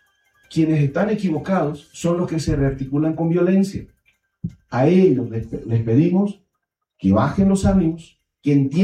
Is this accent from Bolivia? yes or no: yes; Bolivia